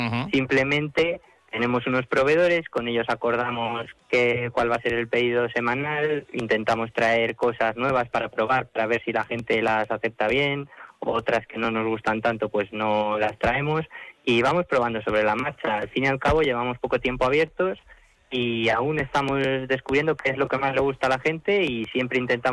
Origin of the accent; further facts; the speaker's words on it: Belinchón, Castilla-La Mancha, Spain; also born or lived in Cuenca; now in Albacete, Spain; Sí, somos de Belinchón, llevamos toda la vida viviendo allí, nacimos allí y queremos seguir viviendo allí.